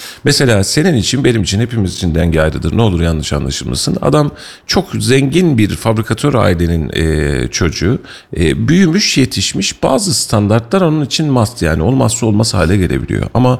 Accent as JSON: {"language": "Turkish", "region": "Kayseri", "country": "Turkey", "tie": "born there", "said": "Ben Yeşil Mahalle'de doğmuşum."}